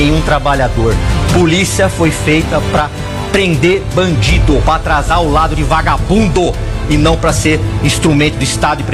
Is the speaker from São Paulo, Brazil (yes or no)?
yes; Ribeirão Preto, São Paulo, Brazil; born there; moved away; na minha terra, Ribeirão Preto